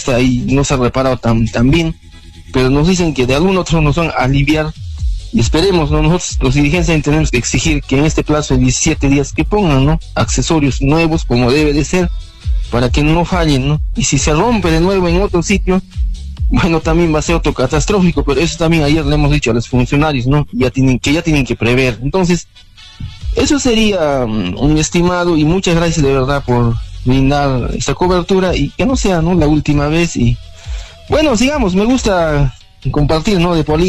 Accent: La Joya, Arequipa, Peru; la población de La Joya en esta campaña electoral, tenemos que analizar y pensar bien

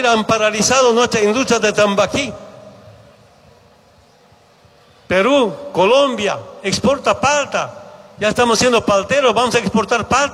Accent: Santa Cruz, Bolivia; Pregunta, ¿de dónde son? Somos de Santa Cruz. Santa Cruz venido a trabajar acá, porque ahí mueve la economía.

